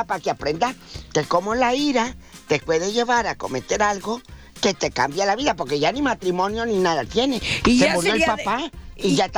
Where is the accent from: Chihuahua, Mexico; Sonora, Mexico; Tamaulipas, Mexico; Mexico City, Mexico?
Tamaulipas, Mexico; Matamoros; moved away; allá en mi tierra, en Matamoros